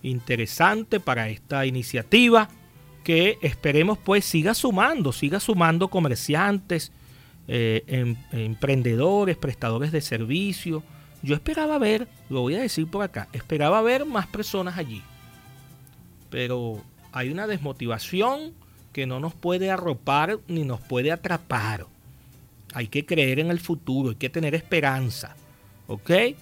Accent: Venezuela

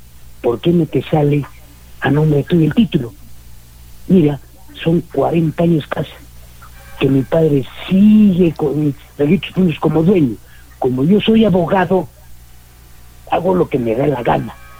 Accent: Peru; born there; yo nací acá en Ampliación Pujarpata. Los del pueblo nos decían La Pampa, con 60 años.

